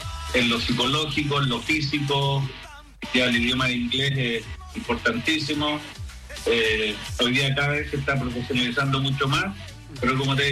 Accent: Chile; La verdad que es demasiado bueno para sentirse orgulloso como chileno

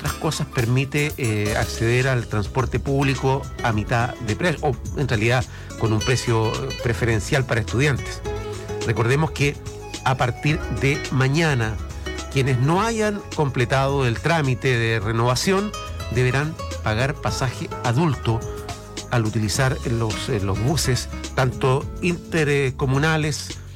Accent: Chile; como buen chileno, dejamos las cosas para último momento

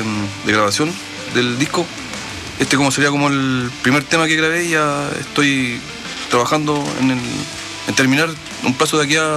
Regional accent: Santiago, Santiago Metropolitan Region, Chile; moved away as an adult; now in Valdivia, Chile; Yo soy santiaguino

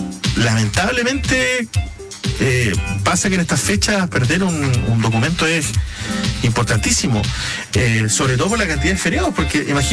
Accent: Chile; como buen chileno, haciendo las cosas a última hora

